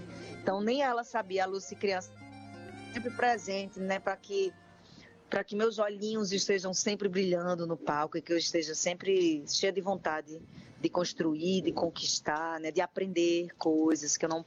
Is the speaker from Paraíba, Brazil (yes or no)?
yes; João Pessoa, Paraíba, Brazil; Era um sonho que eu tinha de gravar um trabalho solo na minha terra. É o primeiro DVD da minha carreira solo, então tinha que ser em João Pessoa, perto dos meus, perto da minha família